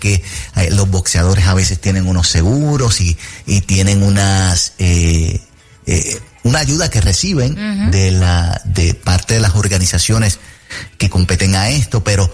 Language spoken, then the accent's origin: Spanish; Puerto Rico; nosotros nos encariñamos con él como boricua